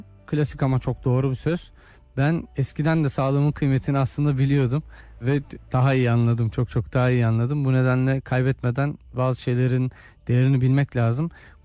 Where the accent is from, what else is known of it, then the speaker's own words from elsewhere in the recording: Konya, Turkey; born there; 1981 Konya doğumluyum.